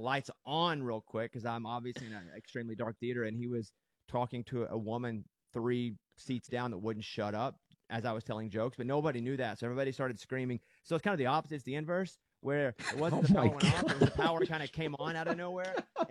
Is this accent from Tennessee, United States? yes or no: no; Arkansas, United States; So growing up in Arkansas, everyone's a Dallas Cowboys fan